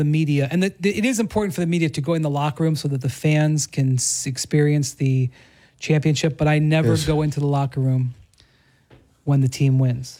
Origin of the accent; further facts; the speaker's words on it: Cleveland, Ohio, United States; because you know I had born and raised in Cleveland, and I covered that team for yes. many years